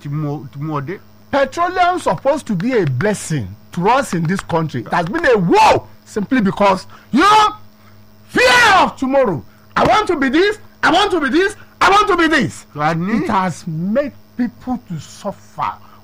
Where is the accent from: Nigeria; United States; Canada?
Nigeria; Lagos; I am from Lagos.